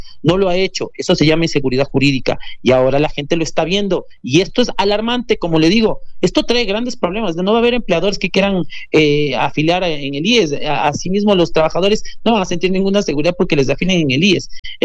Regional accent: Ecuador; Que mientras nosotros como ecuatorianos entendamos que servir de caudillos o hacer normas que sirvan simplemente a gobiernos de turno, jamás en la vida va a progresar este país.

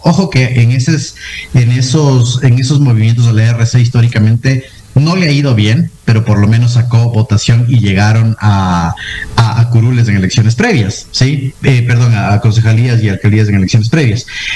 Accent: Ecuador; Ese baño de realidad que dimos como ecuatorianos históricamente hablando, creo que son las últimas formas de expresión que nos quedan.

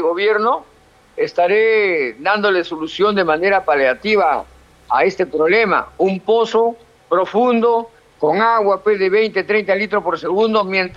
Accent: Mochumí, Lambayeque, Peru; cuando mi pueblo está sufriendo por agua

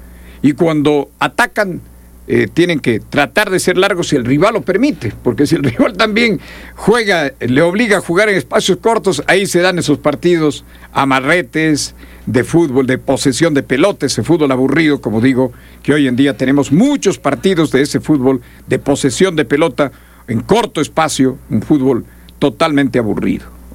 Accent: Ecuador; los ecuatorianos festejamos

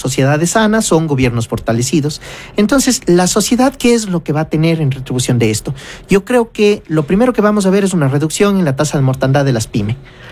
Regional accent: Ecuador

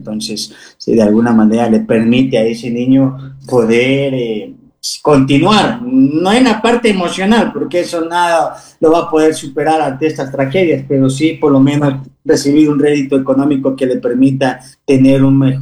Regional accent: Ecuador; unirnos más como ecuatorianos

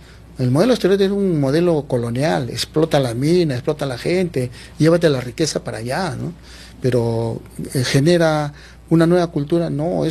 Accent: Chosica, Lima, Peru; yo no nací en el sur, ¿no? Yo soy de acá del centro, yo nací en Chosica y vivo en Chosica, pero he tenido la oportunidad siempre, en toda mi vida, de estar siempre

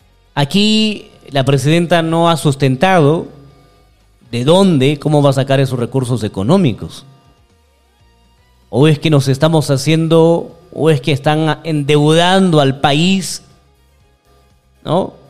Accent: Peru

